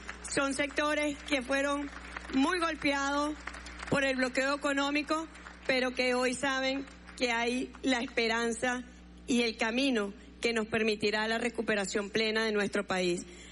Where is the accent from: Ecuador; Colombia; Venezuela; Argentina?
Venezuela; habla mucho de lo que somos los venezolanos y las venezolanas, que somos capaces en las peores de las dificultades, de los peores de los momentos, recuperarnos, sobreponernos y avanzar.